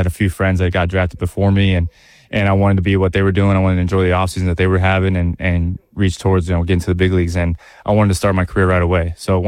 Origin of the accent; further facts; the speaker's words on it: Las Vegas, Nevada, United States; growing up in Vegas